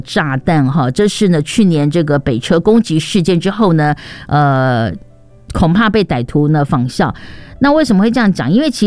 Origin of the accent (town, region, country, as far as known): Taiwan